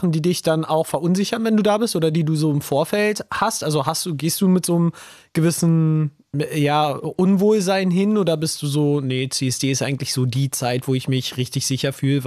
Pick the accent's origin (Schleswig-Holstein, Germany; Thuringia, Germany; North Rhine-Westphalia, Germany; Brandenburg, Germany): Brandenburg, Germany; Potsdam; weil bei uns in Potsdam war es ja eher so auch so klein und kuschelig, ne?